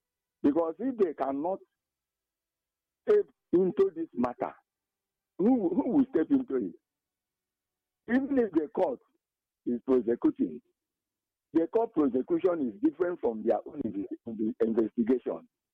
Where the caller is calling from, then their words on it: Abuja, Nigeria; calling from Abuja in Cross River State.